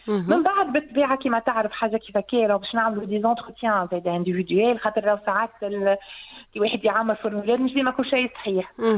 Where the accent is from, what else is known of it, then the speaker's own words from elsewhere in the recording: Tunisia; مع دي فورماتور من أحسن ما عندنا في تونس الكل